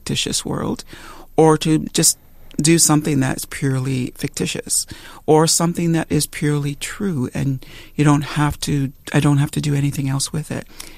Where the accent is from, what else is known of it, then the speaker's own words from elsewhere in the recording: Temagami, Ontario, Canada; Yeah, when I grew up in Tomogamee, in Northern Ontario, but I think this is true for all across Canada, really, at the time